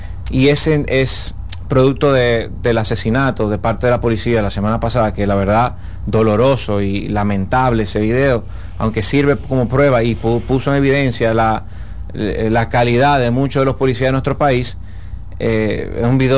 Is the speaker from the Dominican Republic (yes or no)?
yes; Dominican Republic; nosotros como dominicanos